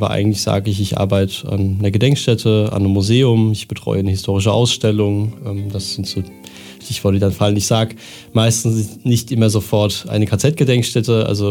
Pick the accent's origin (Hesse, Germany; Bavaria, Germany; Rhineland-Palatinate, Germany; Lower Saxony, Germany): Bavaria, Germany; Aschaffenburg; moved away as an adult; also born or lived in Jena; ich bin in einem Vorort von Aschaffenburg aufgewachsen, habe meine komplette Kindheit dort verbracht, bis ich dann irgendwann zum Studium nach Jena gezogen bin.